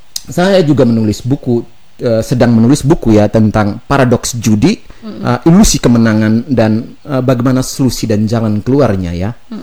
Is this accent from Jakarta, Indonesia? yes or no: no; Ende, East Nusa Tenggara, Indonesia; Saya asli orang NTT ya.